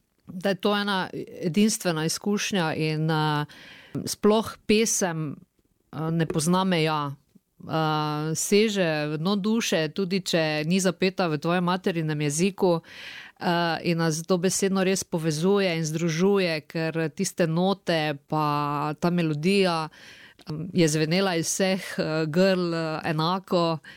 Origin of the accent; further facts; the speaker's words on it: Šentilj, Drava, Slovenia; ker od tam, odkudre prihajam iz Šentilja, nekako nimamo teh niti dvojezičnih kakšnih sodelovanj, niti se v osnovni šoli naša generacija ni učila nemško.